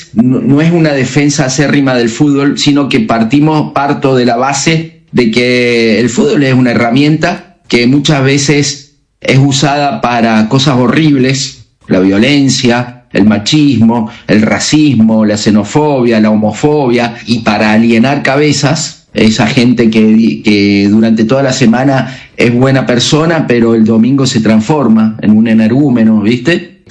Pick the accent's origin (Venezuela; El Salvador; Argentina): Argentina; Godoy Cruz, Mendoza; now in Córdoba, Argentina; Soy mendocino, sí. De Godoy Cruz, y... Pero sí, como decís vos, vivo en Córdoba hace 34 años.